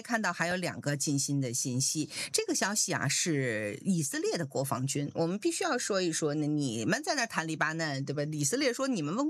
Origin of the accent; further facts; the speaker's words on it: Tianjin, China; accent: Tianjin dialect; 我的天津的这个方言叫做话巴巴。